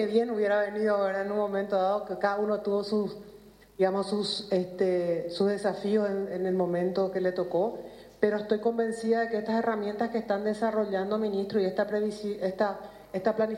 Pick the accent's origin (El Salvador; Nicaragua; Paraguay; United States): Paraguay